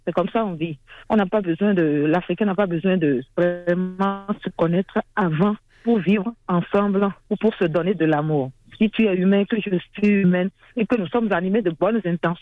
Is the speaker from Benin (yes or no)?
yes; Benin; Vu qu'en Afrique, la Covid n'a pas vraiment sévi chez nous au Bénin